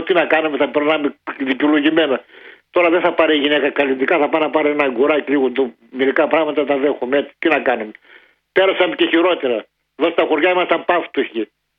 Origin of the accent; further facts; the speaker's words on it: Drama, Eastern Macedonia and Thrace, Greece; Το μόνο καλό φέτος που έχει η πατρίδα μου Μανώλη και εδώ η Δράμα μας, η νεκρή Δράμα μας πεθαμένη, έχουμε έναν κάμπο φέτος ευλογημένο.